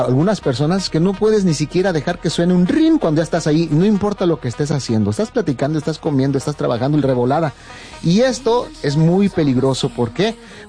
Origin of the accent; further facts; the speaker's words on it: Aguascalientes, Mexico; No, soy de aquí de Aguascalientes, el chupacabras.